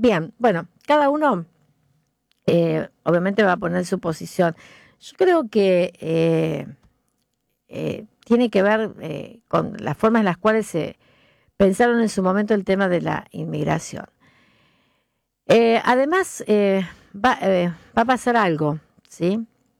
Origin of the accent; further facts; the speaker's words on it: Argentina; Empezamos a pensar en nación nosotros, que somos argentinos, ¿sí? Que no, tenemos diferentes orígenes